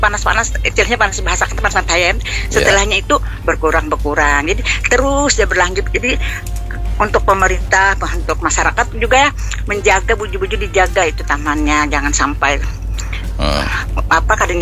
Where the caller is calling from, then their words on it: Banjarmasin, South Kalimantan, Indonesia; kami itulah sebagai warga Banjarmasin